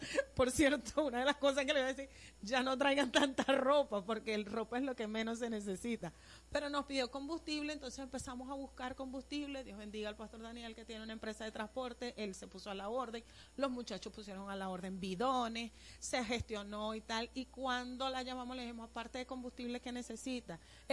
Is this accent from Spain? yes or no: no; Venezuela; Sí, sí, como venezolanos que somos, sabemos que tenemos un gran corazón, pero también conocemos la viveza criolla propia del venezolano